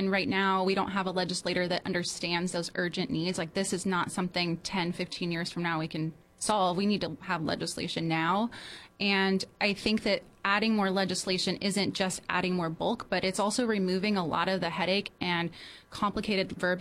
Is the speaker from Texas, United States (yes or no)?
no; San Luis Obispo County, California, United States; I am the only assembly candidate born and raised in Slo County on the Central Coast.